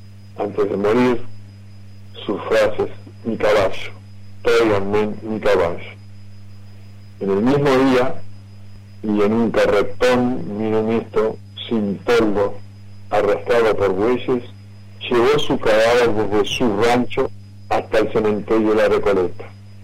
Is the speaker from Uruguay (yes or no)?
yes; Uruguay; Artigas nos pertenece como uruguayo